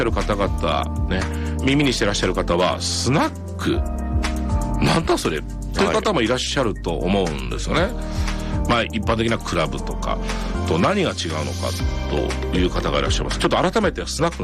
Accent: Gifu, Japan; moved away; 例えば私は岐阜出身なんで

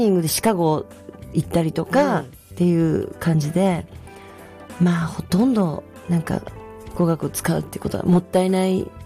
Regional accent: Yamagata, Japan; born there; accent: Yamagata dialect; moved away; also born or lived in Gunma; 山形18年いたんでね、うん、母も米沢出身なんで。

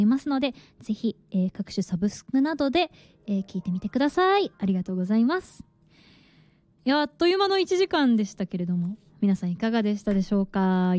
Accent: Tochigi, Japan; 今までは結構私のふるさと栃木とかでやったりとかしていたんですけど、

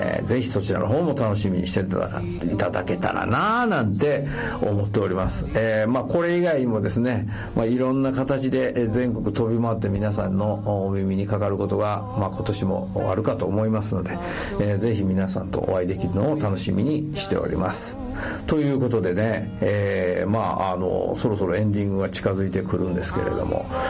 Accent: Nara, Japan; 僕奈良の出身なんですけど

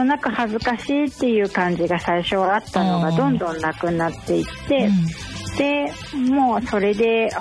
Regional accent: Kushiro, Hokkaido, Japan; 釧路で生まれ育って、うん、学生時代から合唱をやってまして

